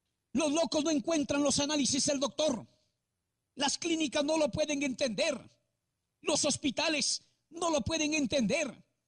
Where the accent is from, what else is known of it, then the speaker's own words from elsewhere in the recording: Penachí, Lambayeque, Peru; soy de Salas Penachí.